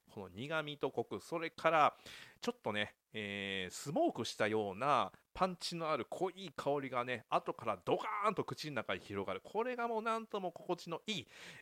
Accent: Kansai, Japan; 僕ね関西出身なんで、もともとはねすごく繊細な出汁の味で育ってるんですけども、

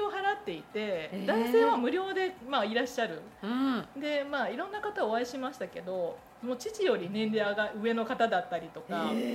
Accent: Osaka, Japan; born there; 私はもう日本で大阪で生まれましたので、はい、中国語が喋れない中国人。

